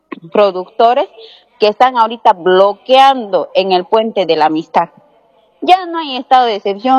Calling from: Santa Cruz, Bolivia; aquí en la zona norte de Santa Cruz, lo que es Cuatro Cañadas, Minero, Saavedra

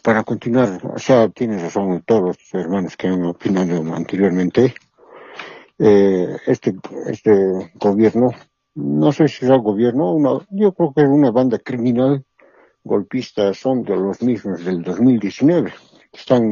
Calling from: Cochabamba, Bolivia; Le hablo de Cochabamba

